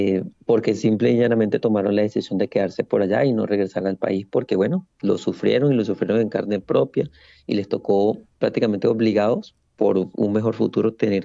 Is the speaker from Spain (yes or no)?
no; Venezuela